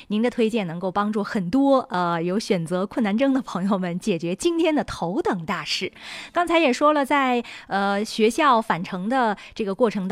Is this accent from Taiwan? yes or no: no; Xinjiang, China